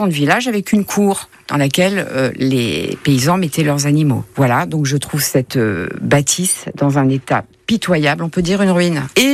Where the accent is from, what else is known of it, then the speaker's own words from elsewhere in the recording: Reims, Grand Est, France; born there; also born or lived in Constantine; Je suis née à Reims il y a 60 ans dans une famille d'agriculteurs.